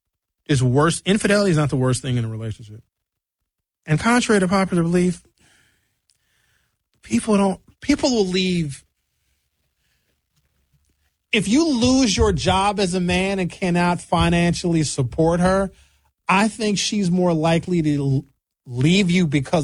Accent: Brown Deer, Wisconsin, United States; I know people I grew up with in Brown Deer that went to prom, got married, have kids

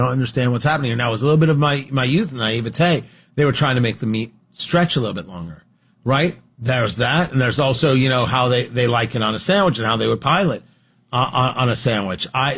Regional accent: New Jersey, United States; moved away; growing up in Jersey

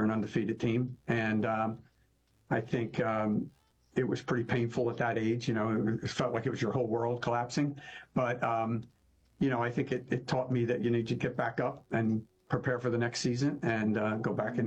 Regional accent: Pennsylvania, United States; From a suburb outside of Philadelphia.

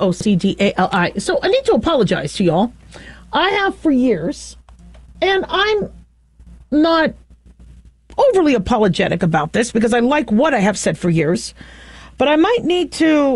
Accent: United States; And so I have been saying I'm American.

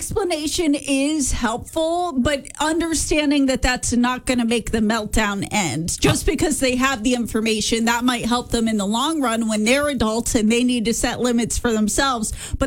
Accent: Houston, Texas, United States; whenever I was growing up in Houston, Texas, summers were exactly the same as Mis

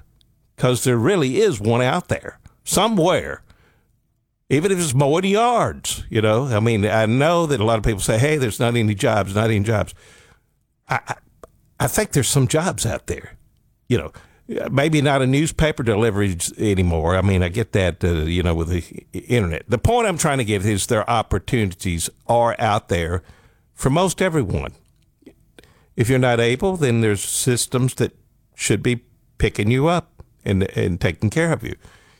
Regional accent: Alabama, United States; I grew up in Northeast Alabama on a mountain.

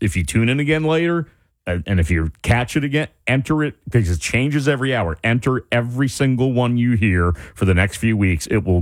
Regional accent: Rahway, New Jersey, United States; because I grew up in Rahway, been to Elizabeth so many times.

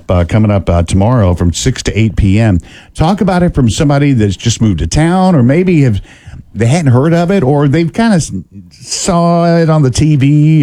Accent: Meridian, Mississippi, United States; moved away as an adult; I'm from Meridian, grew up here, did what a lot of kids do. I moved off, and then 30 years later, here I am back again.

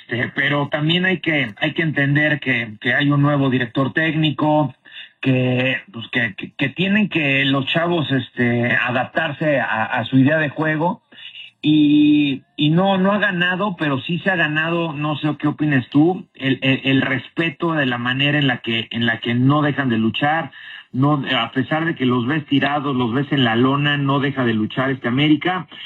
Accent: Mexico; no le damos el valor como mexicanos, y eso es doloroso, la verdad, eso es feo. A lo mejor la personalidad de Hugo Sánchez no macha tanto con la del clásico mexicano

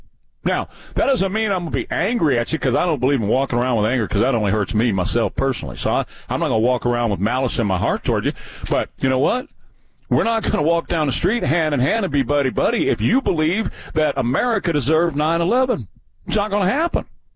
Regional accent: San Antonio, Texas, United States; Line one, and Craig is calling from San Antonio, my hometown.

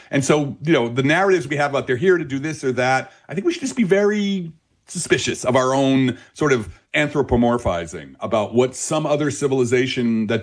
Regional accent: Belleville, New Jersey, United States

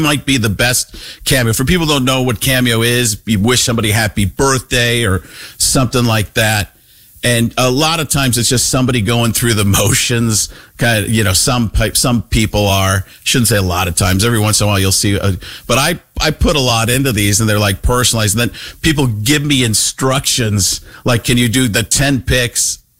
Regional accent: Waukesha, Wisconsin, United States; He's from Burlington, just a couple of cities over from me where I grew up in Waukesha.

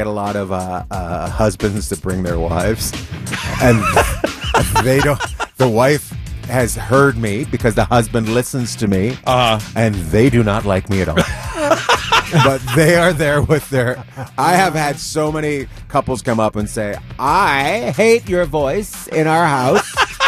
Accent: Canada; I grew up near Alaska.

